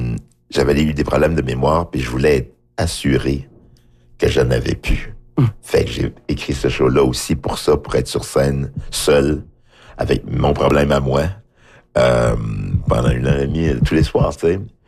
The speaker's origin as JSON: {"language": "French", "country": "Haiti", "said": "Je dis « Oui, je viens d'Haïti, mais je suis en Haïti, mais qu'est-ce que ça veut dire?"}